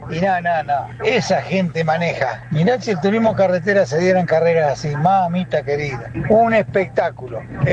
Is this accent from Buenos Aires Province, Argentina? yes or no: yes; Chascomús, Buenos Aires Province, Argentina; ¡Qué carrera! … de Chascomús.